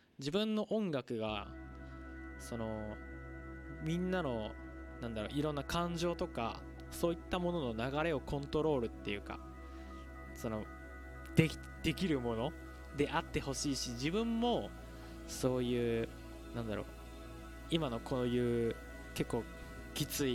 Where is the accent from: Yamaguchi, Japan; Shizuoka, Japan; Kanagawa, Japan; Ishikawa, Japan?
Shizuoka, Japan; 静岡出身なんですよ。で、沖縄から静岡にかけて飛行機で飛んで帰るんですけれども、